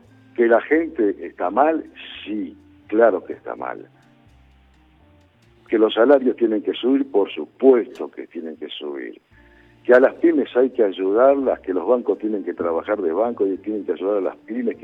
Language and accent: Spanish; Argentina; como muchos argentinos y muchos peronistas